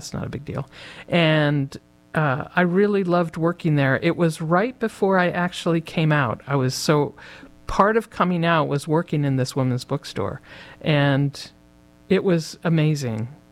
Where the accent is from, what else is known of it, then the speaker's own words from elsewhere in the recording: Connecticut, United States; I was raised in Connecticut, and I don't remember. And it was interesting. At the time, I was a young person in Connecticut, so I was there from the age of about 2.5 till 17.